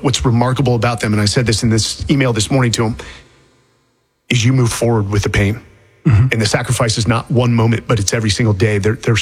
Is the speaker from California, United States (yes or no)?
yes; California, United States; When I first got to this place, you know, I grew up in the Bay Area.